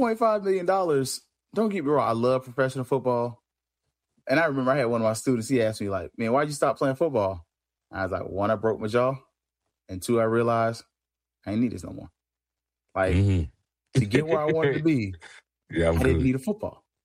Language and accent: English; Tallahassee, Florida, United States; and I'm from Tallahassee.